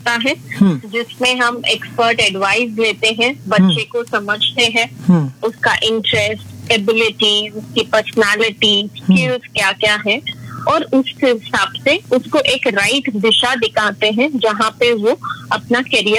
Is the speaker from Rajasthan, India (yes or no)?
no; Mumbai, Maharashtra, India; मैं अमची मुंबई से हूँ।